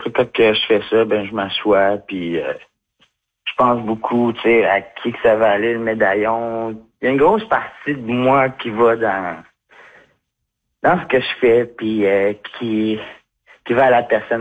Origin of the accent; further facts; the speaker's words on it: Quebec City, Quebec, Canada; Tu sais, moi, j'ai grandi à Québec, mm-hmm. puis c'est ma mère qui vient de Pessamit, moi, j'ai grandi à Québec